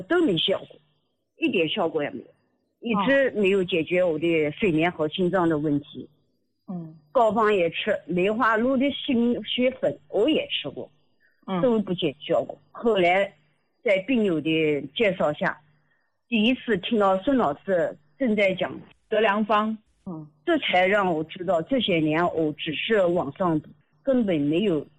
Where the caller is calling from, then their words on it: Nanjing, Jiangsu, China; 我是南京的听众